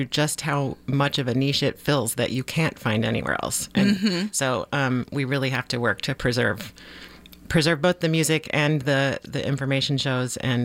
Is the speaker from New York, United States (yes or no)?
no; Lynchburg, Virginia, United States; growing up, the car radio was always on the Roanoke station. I'm from Lynchburg.